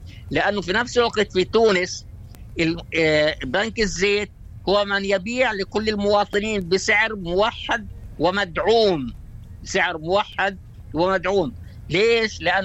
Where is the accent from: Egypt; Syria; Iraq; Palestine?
Palestine; إحنا كشعب فلسطيني